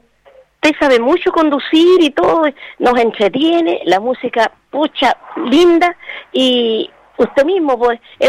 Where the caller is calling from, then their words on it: Teno, Maule, Chile; Sí, soy de Teno.